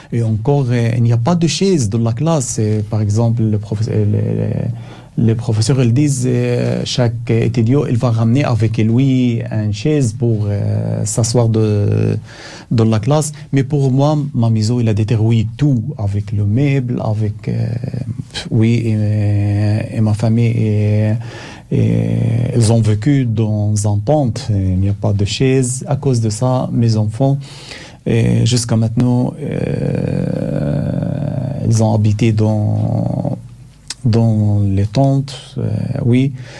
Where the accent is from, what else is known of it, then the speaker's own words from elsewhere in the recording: Gaza Strip, Palestine; moved away as an adult; now in Belgium; je suis palestinien, je suis venu de Gaza, mes enfants jusqu'à maintenant à Gaza.